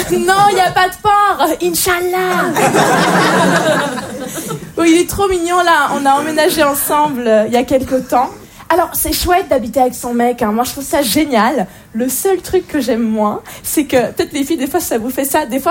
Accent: Switzerland; Alors oui, je viens de Suisse, mais je peux vous le dire ce soir.

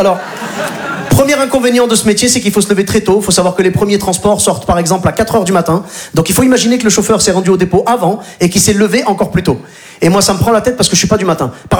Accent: Morocco

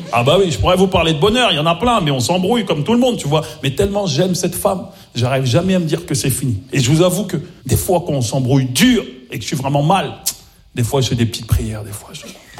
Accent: Maisons-Alfort, Île-de-France, France; parce que j'ai grandi à Maison Alphand, en plus, tu vois, dans le 9-4, tu vois, j'ai grandi...

